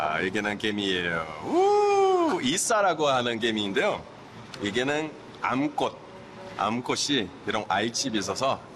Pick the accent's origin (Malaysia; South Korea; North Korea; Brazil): Brazil; 우리 고향이랑 뭐 한 3, 40km밖에 안 됐지만 사투리는 완전히 다르고